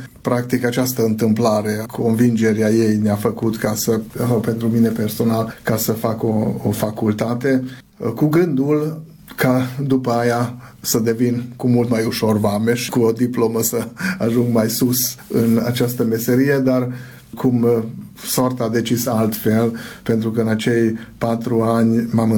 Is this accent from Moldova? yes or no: no; Gyula, Békés, Hungary; moved away as an adult; also born or lived in Szeged